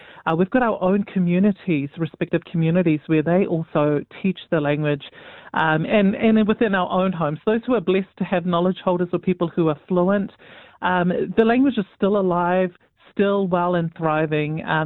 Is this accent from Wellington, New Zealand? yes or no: no; North Shore, Auckland, New Zealand; born there